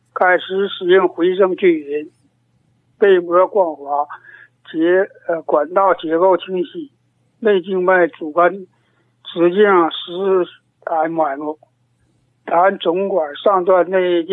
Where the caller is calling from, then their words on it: Dalian, Liaoning, China; 哎，我是大连的。